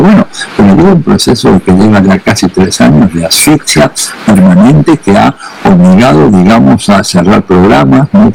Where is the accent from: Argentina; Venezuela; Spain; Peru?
Argentina